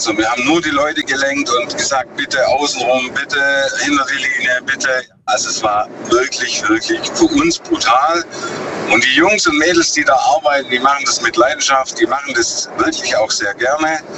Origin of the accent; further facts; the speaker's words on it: Lenningen, Baden-Württemberg, Germany; Ich bin aus Lenningen.